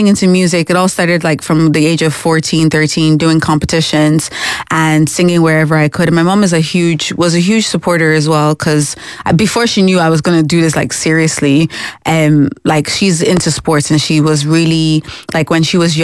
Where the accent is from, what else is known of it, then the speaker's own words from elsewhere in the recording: Nigeria; But as a Nigerian, and also growing up in a Christian household, you just have to comply, agree.